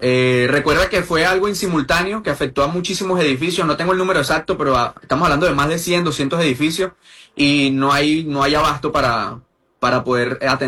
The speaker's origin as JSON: {"language": "Spanish", "town": "Aguaira", "country": "Venezuela", "tie": "born or raised there", "said": "yo soy nacido y criado en Aguaira. A día de hoy, post terremoto, sigo viviendo en Aguaira."}